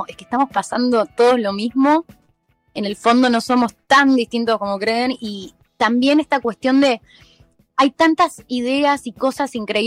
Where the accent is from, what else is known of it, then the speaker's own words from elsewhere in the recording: San Luis, Argentina; moved away as an adult; now in Buenos Aires, Argentina; yo soy de San Luis, soy de provincia, estoy hace 5 años en la ciudad, en la gran ciudad, en Buenos Aires